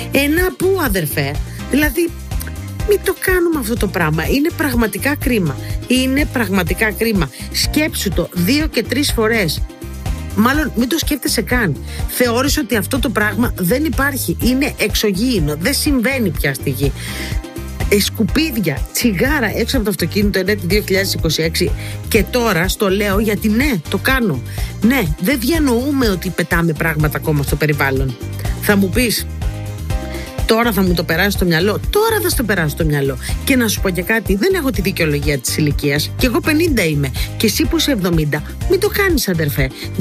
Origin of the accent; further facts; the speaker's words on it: Inoi, Crete, Greece; εκεί στα μέρη μου στην Ινώη